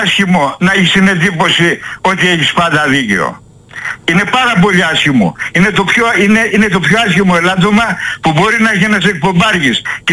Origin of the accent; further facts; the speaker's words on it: Greece; Εμείς είμαστε Έλληνες, δεν τη γουστάρουμε.